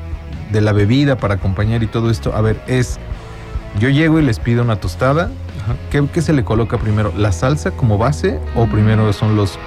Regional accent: Mexico; No estamos en peleándonos entre países, somos mexicanos y nos debemos de apoyar.

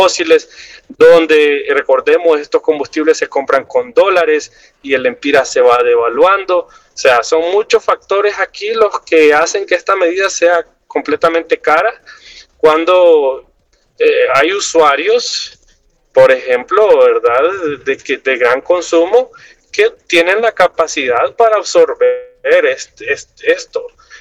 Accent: Honduras; los hondureños somos víctimas

